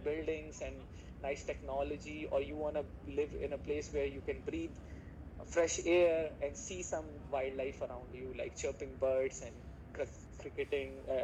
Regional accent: India; So, well, if I put it like, I mean, I come from India, and India is a tropical country.

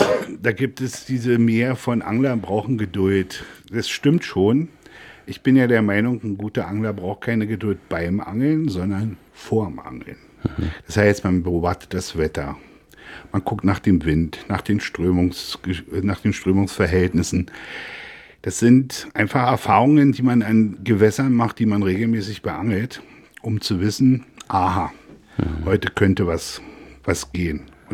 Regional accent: Berlin, Germany; Wir haben ja als Berliner den riesen Vorteil, Berlin und Brandenburg um die Ecke zu haben.

